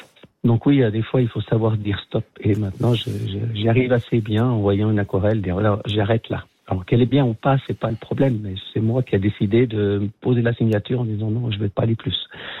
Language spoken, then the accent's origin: French; Vaud, Switzerland; Les vaudoiseries, puisque je suis vaudois d'origine.